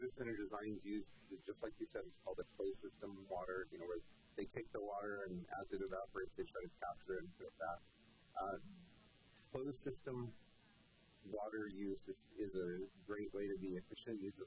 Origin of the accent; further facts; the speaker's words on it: Las Cruces, New Mexico, United States; I grew up in southern New Mexico. I grew up in Las Cruces, Mesilla area, and so familiar with that area.